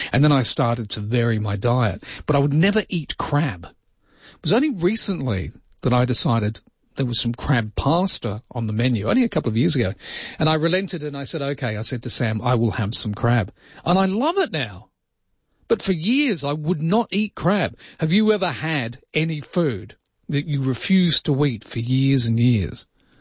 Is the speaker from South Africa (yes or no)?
yes; South Africa; When I was in growing super up league, in when I grew up in South Africa